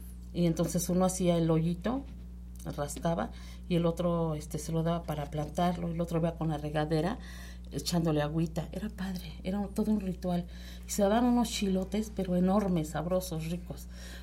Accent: Yancuitlalpan, Puebla, Mexico; porque yo soy de Yanquitlalpan, así, ahí nací, es mi pueblo natal.

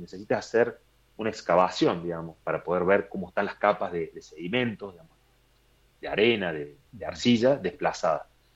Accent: Córdoba, Argentina; moved away as an adult; now in Mendoza, Argentina; Yo soy de Córdoba, pero hace 11 años estoy acá en Mendoza

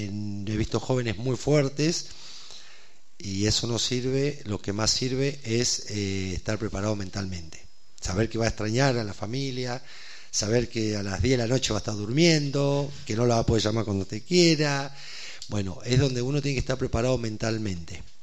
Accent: Mendoza, Argentina; moved away; los tres somos de Mendoza, los tres nos hemos ido muy jóvenes y hemos vuelto.

